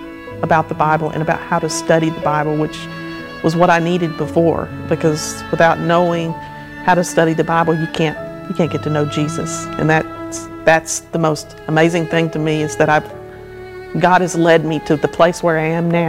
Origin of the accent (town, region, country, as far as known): Houston, Texas, United States; moved away as an adult; also born or lived in Midland, Texas / Detroit, Michigan